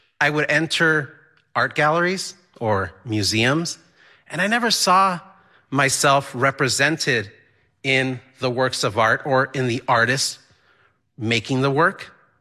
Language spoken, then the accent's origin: English; El Paso, Texas, United States; also born or lived in Juárez, Mexico; now in Boston, United States; I was born and raised in El Paso, Texas, but I was raised in two cities, El Paso, Texas, and Juárez, Mexico. I have been living here in the Boston area for, I would say, about 21 years.